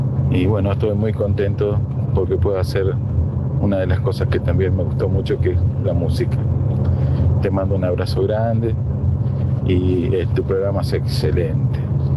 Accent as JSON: {"language": "Spanish", "town": "Posadas", "region": "Misiones", "country": "Argentina", "tie": "born there", "moved": "yes", "lives_now": "La Plata, Argentina", "said": "soy de la provincia de Misiones, pero vivo en la ciudad de La Plata ya hace 35 años. Tengo el corazoncito, como siempre, en Misiones, en Posadas, mi ciudad natal."}